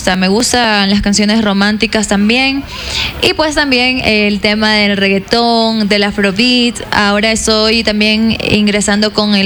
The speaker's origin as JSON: {"language": "Spanish", "town": "Quevedo", "region": "Los Ríos", "country": "Ecuador", "said": "Yo soy de Quevedo"}